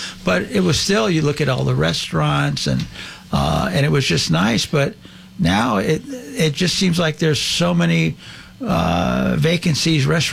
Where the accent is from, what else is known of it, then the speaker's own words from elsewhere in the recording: Los Angeles, California, United States; I grew up in North Hollywood